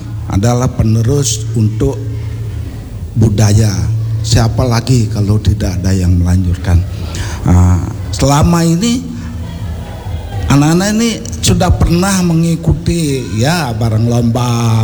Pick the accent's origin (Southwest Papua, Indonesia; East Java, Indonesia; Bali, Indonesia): Bali, Indonesia; Kami berasal dari Desa Penglatan.